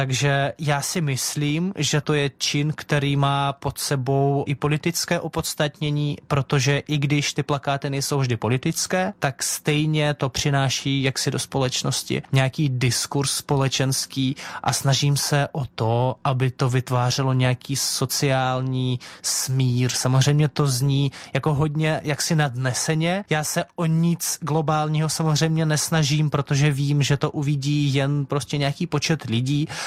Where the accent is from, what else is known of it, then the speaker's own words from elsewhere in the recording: Russia; Czech is a second language; now in Czech Republic; že já Čech nejsem, že já mám nějaké pozadí, které je odlišné a tam zároveň otevřeně píšu, že vlastně pocházím z Ruska.